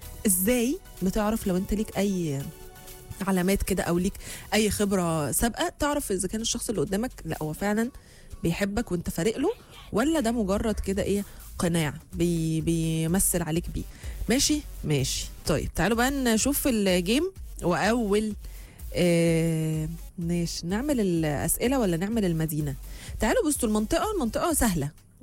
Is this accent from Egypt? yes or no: yes; Egypt; احنا كلنا مصريين